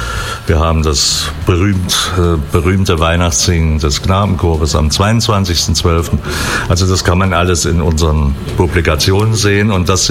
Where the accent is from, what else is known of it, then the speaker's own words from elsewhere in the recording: Thuringia, Germany; Um das als Thüringer mal original zu sagen.